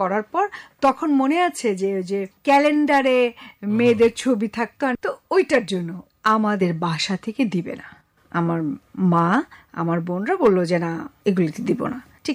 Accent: Ashulia, Dhaka Division, Bangladesh; আমার যে ভালো লাগার মুহূর্ত যদি বলেন, সেটা হচ্ছে আমার আশুলিয়াতে আমার ছোটবেলাটা। তখন পুরুদমে একটা গ্রাম ছিল, আমাদের বিশাল পুকুর, একটা জমিদার বাড়ি, ওটা আমরা কিনে নিয়েছিলাম, আমার আব্বু চাচারা কিনেছে।

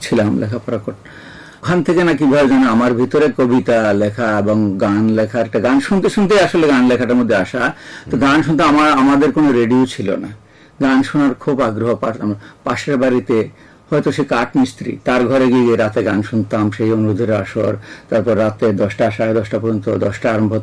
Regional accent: Comilla, Chittagong Division, Bangladesh; moved away as an adult; also born or lived in Dhaka; আমার জন্ম ছিল কুমিল্লা শহরের ছোটরা গ্রামে, মাতুলালয়ে আমার জন্ম, ওখানে বেড়ে ওঠা। তারপর আমাদের বাড়িটা ছিল পাশাপাশি আরেকটা গ্রাম শহর সংলগ্ন চাঁদপুর গ্রাম, এটা গোমতী নদীর কাছে

